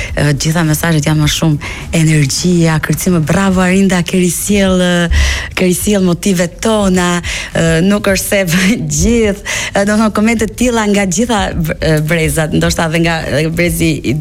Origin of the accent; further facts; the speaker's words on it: Mirdita, Lezhë County, Albania; unë jam rritur në Mirëditë.